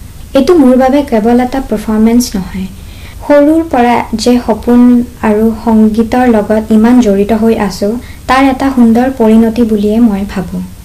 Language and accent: Assamese; Assam, India; আকাশবাণীৰ লগত আমাৰ অসমীয়া সংগীত আৰু সংস্কৃতিৰ এটা বহুত পুৰণি আৰু গভীৰ সম্পৰ্ক আছে।